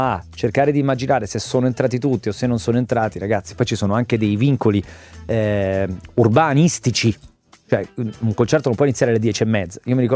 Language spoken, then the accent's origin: Italian; Rome, Lazio, Italy; now in Milan, Italy; io da romano che si è trasferito a Milano